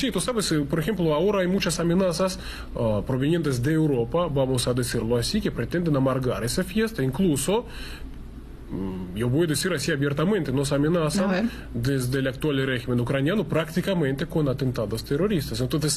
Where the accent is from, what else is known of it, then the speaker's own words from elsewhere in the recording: Russia; para nosotros los rusos